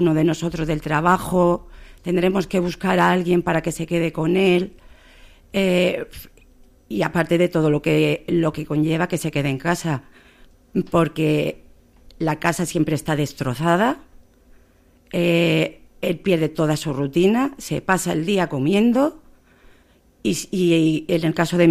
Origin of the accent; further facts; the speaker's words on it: Guardamar del Segura, Valencian Community, Spain; yo soy de Guardamar del Segura